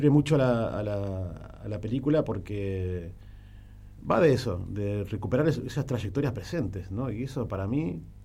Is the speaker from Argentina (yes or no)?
yes; Tierra del Fuego, Argentina; Soy fueguino, soy uno de los pocos argentinos que va a participar en este festival